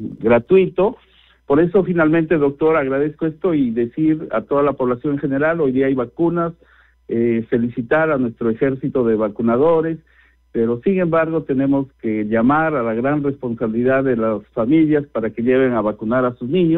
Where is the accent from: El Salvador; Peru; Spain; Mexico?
Peru; gracias a Dios somos peruanos